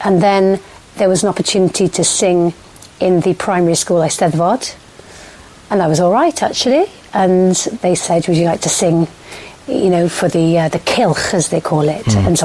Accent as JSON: {"language": "English", "region": "Wales", "country": "United Kingdom", "tie": "born or raised there", "said": "I speak Welsh. I grew up in Wales and went to Welsh school."}